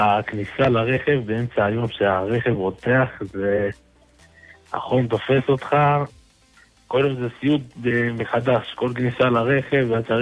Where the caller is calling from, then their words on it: Ashkelon, Southern District, Israel; אני באשקלון